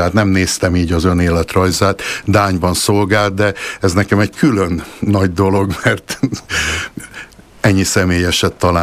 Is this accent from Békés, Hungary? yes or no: no; Erdőkürt, Nógrád, Hungary; moved away; az én szülőfalumban vannak a pálos nővérek, egyetlen egy monostoruk van a magyar pálos nővéreknek, Erdőkürtön